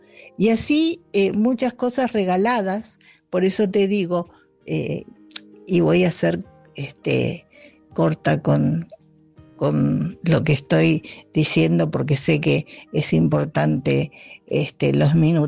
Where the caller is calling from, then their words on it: Longchamps, Buenos Aires Province, Argentina; de Longchamps.